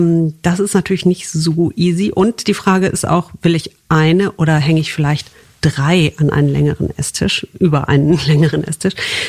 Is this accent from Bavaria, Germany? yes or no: no; Wuppertal, North Rhine-Westphalia, Germany; Ja, stimmt. Ich komme aus der Stadt des Kobolds.